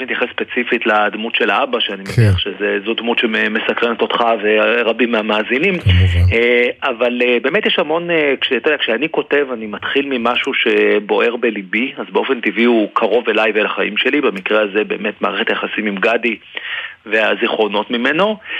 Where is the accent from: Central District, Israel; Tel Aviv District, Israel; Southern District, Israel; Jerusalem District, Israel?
Jerusalem District, Israel; Jerusalem; גדלנו יחד בירושלים